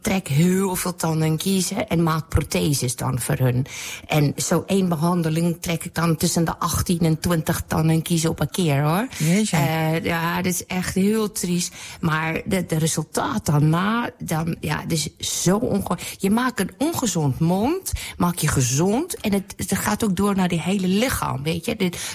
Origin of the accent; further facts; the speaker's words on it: South Africa; Nou, ik kom natuurlijk uit Zuid-Afrika.